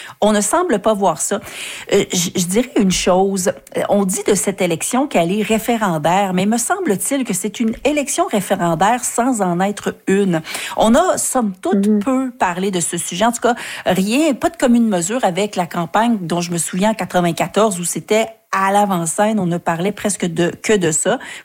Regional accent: Quebec, Canada; Moi, je viens de l'Outaouais.

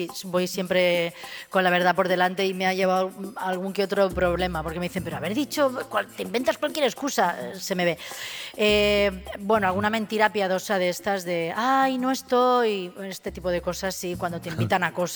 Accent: Catalonia, Spain; Porque venimos dels pastissos catalans

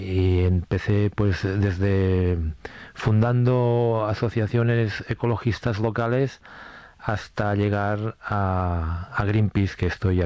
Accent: Sant Sadurní d'Anoia, Catalonia, Spain; Yo, por ejemplo, en mi pueblo, es un pueblo que está rodeado de viñedos, San Sadurní de Noya

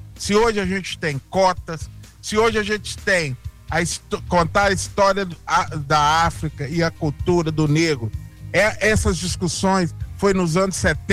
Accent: Belo Horizonte, Minas Gerais, Brazil; sou nascido em Belo Horizonte

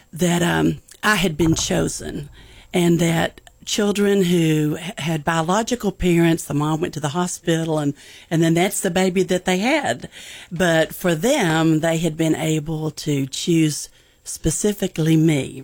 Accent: Wichita Falls, Texas, United States; born there; I was born in Wichita Falls.

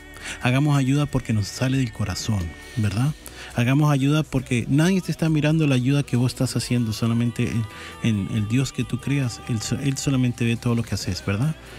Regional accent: Argentina; pero el lugar ahí estaba bueno porque para mí como argentino tenía de todo, tenía el alfajor

